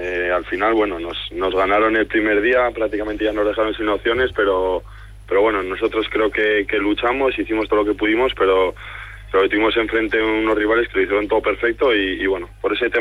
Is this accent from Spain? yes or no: yes; La Rioja, Spain; Soy un riojano bastante falso.